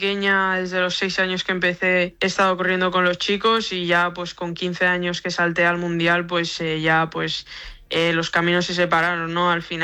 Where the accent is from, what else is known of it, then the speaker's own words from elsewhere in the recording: Lloret de Mar, Catalonia, Spain; also born or lived in Blanes; Sí, nací en Blanes, pero bueno, de siempre he estado en Lloret y bueno, o sea, es mi pueblo, Lloret de Mar.